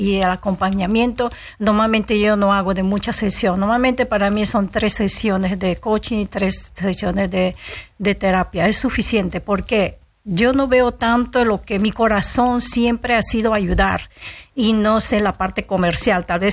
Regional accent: Peru; moved away; Yo salí de Perú con $100, una mochila y mi Biblia.

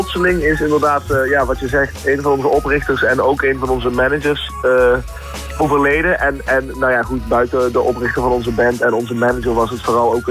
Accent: Limburg, Netherlands; Ja, overal en nergens proberen we te zijn, maar we komen dus een beetje uit Limburg.

